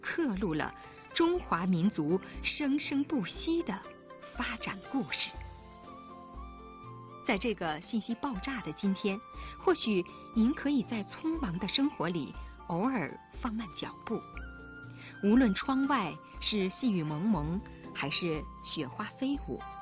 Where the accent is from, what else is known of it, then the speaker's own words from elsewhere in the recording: China; 这就是属于我们中国人的浪漫与智慧。